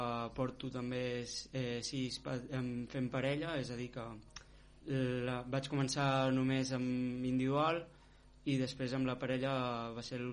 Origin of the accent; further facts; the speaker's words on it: Olèrdola, Catalonia, Spain; al meu poble, a Olèrdola